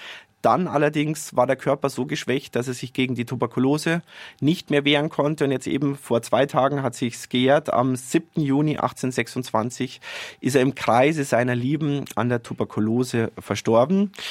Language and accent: German; Garmisch-Partenkirchen, Bavaria, Germany; Am 19. darf ich in meiner Heimat in Partenkirchen im Richard-Strauss-Institut über ihn sprechen und draus lesen.